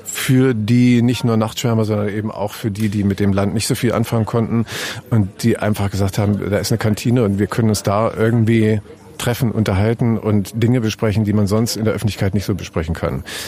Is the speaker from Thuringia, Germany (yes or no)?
yes; Meiningen, Thuringia, Germany; Aber ich kenne das, ich bin in Meiningen groß geworden, ja. Bin dort zur Schule gegangen, Abitur gemacht und als Eleve dann am Meininger Theater angefangen